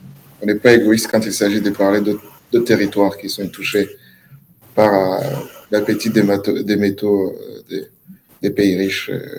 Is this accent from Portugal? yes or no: no; Kivu, DR Congo; moved away as an adult; moi, je viens de la région du Kivu, j'y suis né, j'ai vécu les guerres qui sont passées, certaines.